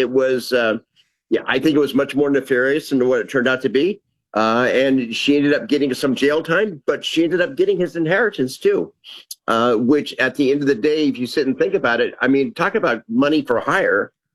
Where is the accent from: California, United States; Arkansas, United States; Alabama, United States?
California, United States; Cerritos; Cerritos, my hometown, which I love dearly